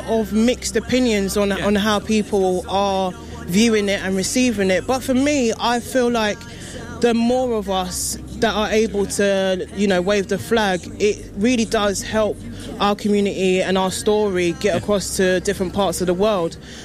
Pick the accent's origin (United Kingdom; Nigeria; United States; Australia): United Kingdom; London; born or raised there